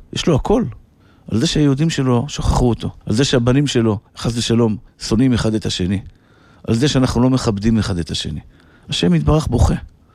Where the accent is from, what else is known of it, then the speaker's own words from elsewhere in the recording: Tel Aviv, Tel Aviv District, Israel; כשהייתי ילד גרתי בשכונת התקווה.